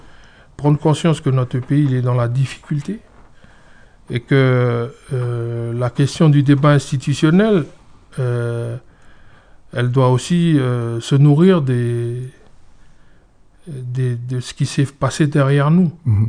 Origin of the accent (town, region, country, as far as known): New Caledonia